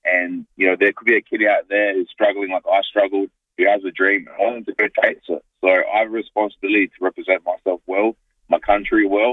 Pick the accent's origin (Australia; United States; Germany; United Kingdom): Australia; North Haven, South Australia; also born or lived in Two Wells / Taparoo; now in Auckland, New Zealand; I grew up in North Haven and also Two Wells. Originally, when we first came to Adelaide, I was in Taparoo, and then we moved in with my grandparents in North Haven.